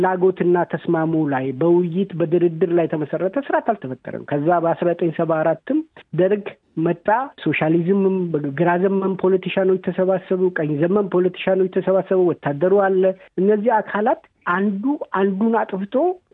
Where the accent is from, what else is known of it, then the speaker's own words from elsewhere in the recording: Gambella border area, Ethiopia; እኔ ያደኩበት አካባቢ ኢግላቴሪያል የሆነ ሶሳይቲ ያለ ጋምቤላ ቦርደር ላይ ያሉ ሰዎች